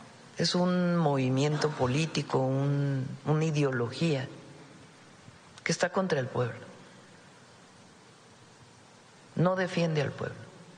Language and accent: Spanish; Mexico; Somos humanistas y somos mexicanos.